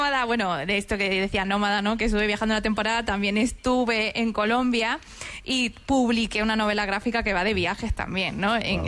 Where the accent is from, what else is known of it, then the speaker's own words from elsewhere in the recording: Spain; bueno, sí, soy española.